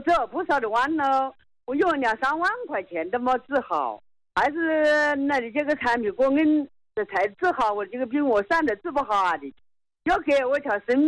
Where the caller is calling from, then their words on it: Hong Kong; 我是香港的一位患者